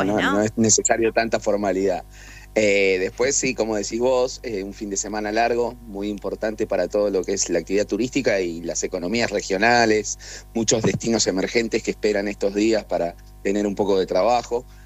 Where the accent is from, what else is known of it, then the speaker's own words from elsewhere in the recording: Bariloche, Río Negro, Argentina; born there; yo soy nacido en Bariloche